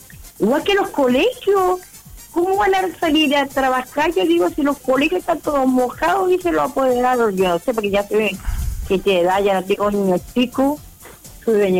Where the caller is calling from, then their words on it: Coronel, Biobío, Chile; Sabe que somos del Coronel Centro.